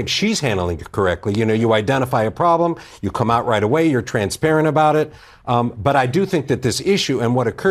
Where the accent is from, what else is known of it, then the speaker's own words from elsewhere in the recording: California, United States; I'm from California, so we have Newsom